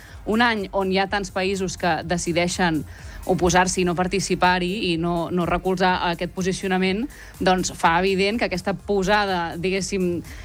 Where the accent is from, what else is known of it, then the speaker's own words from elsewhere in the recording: Sabadell, Catalonia, Spain; aquí a Sabadell, que jo soc de Sabadell